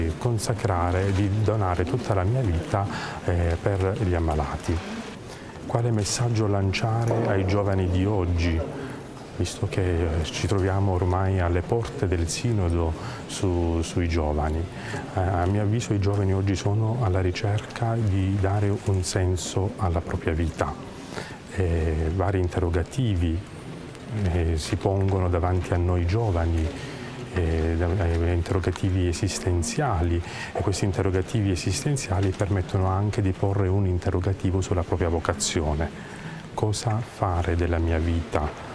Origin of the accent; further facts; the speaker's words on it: Apulia, Italy; now in Grottaferrata, Italy; sono originario della Puglia, del sud Italia, sono un seminarista camigliano